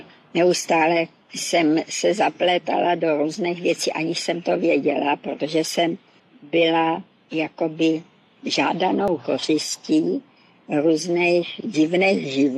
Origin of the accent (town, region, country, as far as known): Moravia, Czechia; moved away as an adult; now in Prague, Czechia